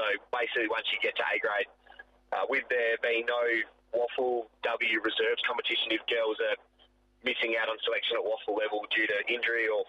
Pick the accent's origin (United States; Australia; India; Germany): Australia; Northampton, Western Australia; We would, as you'd imagine, we were a massive footy family growing up in Northampton.